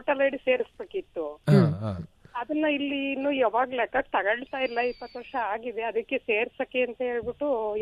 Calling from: Veerapura, Karnataka, India; ವೀರಪುರದಿಂದ.

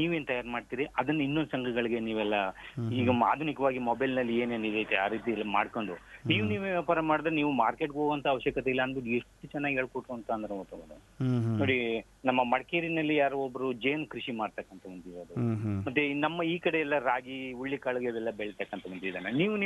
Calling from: Mandya, Karnataka, India

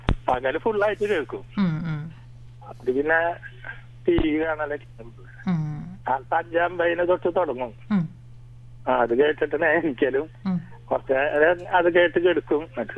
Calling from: Peringottukara, Kerala, India; Peringottukara. Kizhakkumuri.

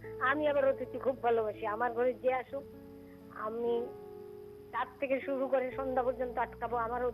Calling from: Tripura, India; জয়নগর দশমঘাট থেকে।

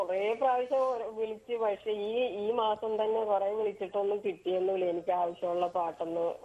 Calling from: Kochi, Kerala, India

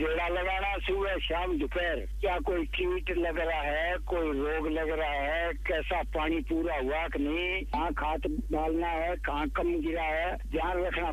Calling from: Fazilka, Punjab, India; हमारा गांव है जी फाजिलका के 10 किलोमीटर के साथ ही। गांव के अंदर अच्छा माहौल है, खेत में मकान बनाया, अच्छा ठंडा हवा का मौसम है, थोड़ा बरसात हो जाता है थोड़ा थोड़ा, और बढ़िया है।

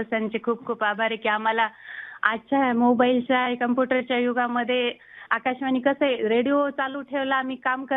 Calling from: Jintur, Maharashtra, India; मी परभणीहून बोलते

